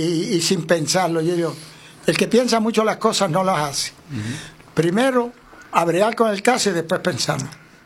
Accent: Aguada, Puerto Rico; mi pueblo aguadeño

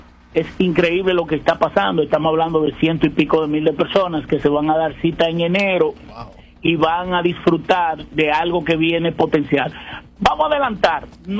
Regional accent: Dominican Republic; now in Puerto Rico; yo soy dominicano? Yo nada más tengo que hablar en una reunión, todo el mundo sabe dónde yo soy, y verdaderamente yo llevo ese orgullo patrio

